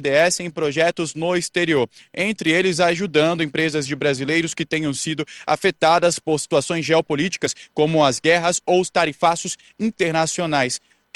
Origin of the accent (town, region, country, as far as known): Roraima, Brazil